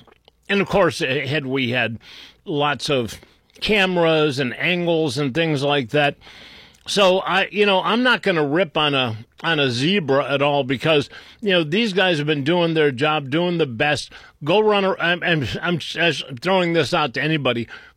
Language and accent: English; Cleveland, Ohio, United States; But, you know, I grew up in Cleveland, and I loved having people show up at practice, even if it meant that I didn't get lunch.